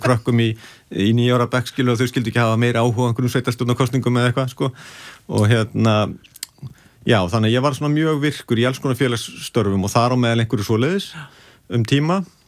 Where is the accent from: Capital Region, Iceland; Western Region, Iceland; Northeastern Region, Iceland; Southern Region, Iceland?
Capital Region, Iceland; Garðabær; also born or lived in Breiðholt, Reykjavík; Jú, ég er alinu upp í Garðabæ, hérna, flutti 2 ára gamall úr Breiðholtinu, og í Garðabæin